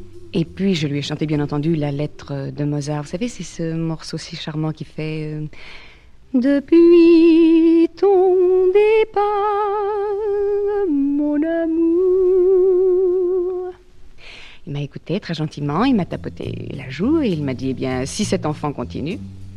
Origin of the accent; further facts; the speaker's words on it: Marseille, Provence-Alpes-Côte d'Azur, France; Quand j'étais petite fille, j'habitais à Marseille d'abord, dans un coin très poétique qui s'appelle le Vallon des Orphes.